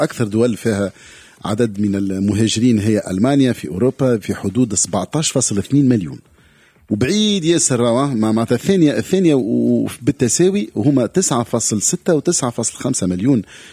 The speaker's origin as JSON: {"language": "Arabic", "country": "Tunisia", "said": "ما عندناش اللغة الإسبانية اللي هنا في تونس"}